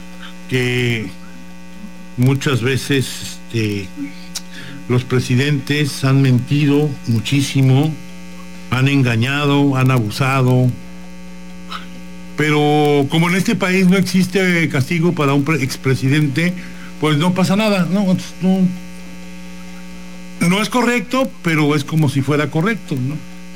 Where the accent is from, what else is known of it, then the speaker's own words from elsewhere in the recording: Tabasco, Mexico; todos como mexicanos, como tabasqueños.